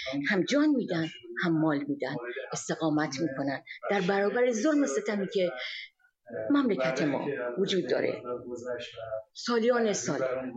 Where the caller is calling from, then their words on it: Canada; also born or lived in Iran; از کانادا اومدم.